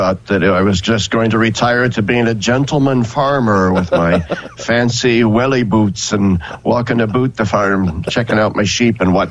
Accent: Lincoln, Nebraska, United States; You know, I'm originally from Lincoln, Nebraska, so people often assume that I knew a lot about farming just because I'm from an agricultural state, but I knew nothing.

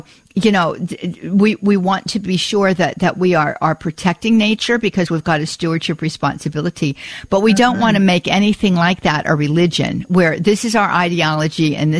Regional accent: Pittsburgh, Pennsylvania, United States; growing up in the Pittsburgh area

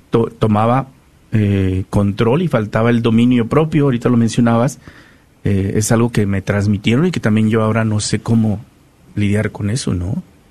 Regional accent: Guerrero, Mexico; Bueno, la mayoría sabe, ¿no?, que soy de Guerrero, y en Guerrero hablamos, que cuidado, ¿no?

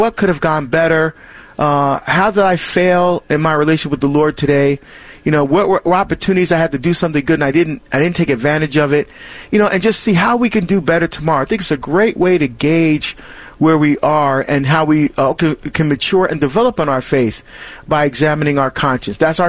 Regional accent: Barbados; That my mom, we're from Barbados, and my mom used to make that, and oh, I just loved it.

